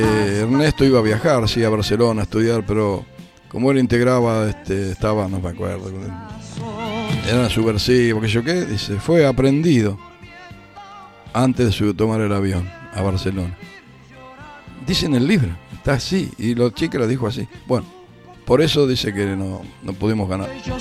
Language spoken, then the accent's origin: Spanish; Acevedo, Buenos Aires Province, Argentina; born or raised there